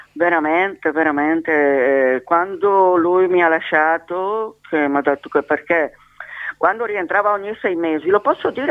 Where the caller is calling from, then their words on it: Lombardy, Italy; sono nati qua a San Polo, ero qua con mamma e papà